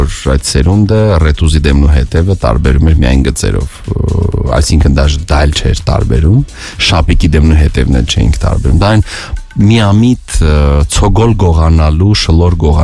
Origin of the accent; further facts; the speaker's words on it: Baku, Azerbaijan; ես 24 ժամ Բաքում եմ եղել, ես մեծացել եմ Բաքում, ես քնել եմ Բաքում, այսպես ասած, ու շատ շնորհակալ եմ իմ Բաքին